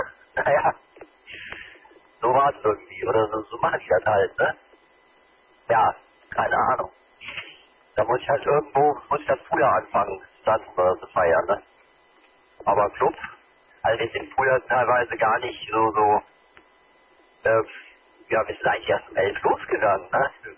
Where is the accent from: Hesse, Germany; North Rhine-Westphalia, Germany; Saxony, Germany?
Hesse, Germany; Frankfurt am Main; Der ist ja irgendwo in Frankfurt am Main, wo ich herkomme, auch so ein Stück weit entstanden, der Techno, ne?